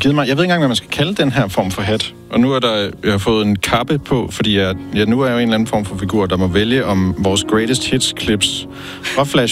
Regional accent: Jutland, Denmark; jeg er fra Jylland

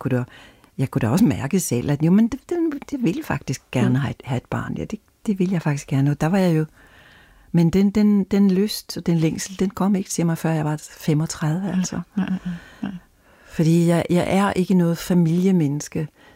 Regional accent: Ostrobothnia, Finland; moved away; Jeg savner min dialekt indimellem, og så har jeg en god veninde, som jeg altid taler vores hjemme. Stavns dialekt med hende

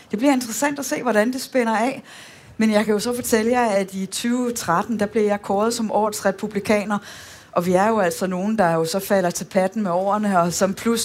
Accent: Aarhus, Central Denmark Region, Denmark; moved away; jeg er vokset op i Risskov, lidt uden for Aarhus

